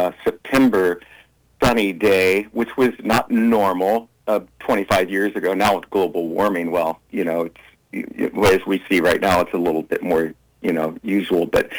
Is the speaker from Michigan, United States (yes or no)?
no; New York, United States; But as a New Yorker, you don't look up. You know, you're not a tourist.